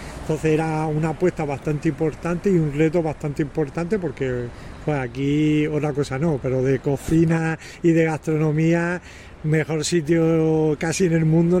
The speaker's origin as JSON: {"language": "Spanish", "town": "Almuñécar", "region": "Andalusia", "country": "Spain", "moved": "as an adult", "lives_now": "San Sebastián, Spain", "said": "Soy de Granada, concretamente de Almuñeca, de la costa tropical. Y vine aquí por un proyecto hace 5 años en el Hotel Montiguerdo."}